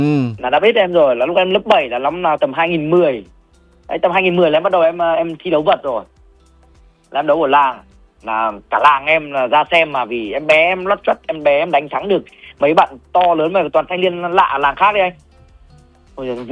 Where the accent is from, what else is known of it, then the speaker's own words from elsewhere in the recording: Chiêu Khúc, Hanoi, Vietnam; lần đầu tiên đó chính là quê hương em cũng là cái nôi sinh ra bá vật cổ truyền